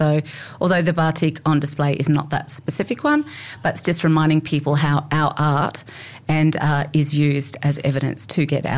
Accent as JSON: {"language": "English", "town": "Alice Springs", "region": "Northern Territory", "country": "Australia", "also_born_or_lived": "Canberra", "moved": "as an adult", "said": "I come from Alice Springs, but I've been away for 20 years working at the National Gallery of Australia, so I've been home for 2 years"}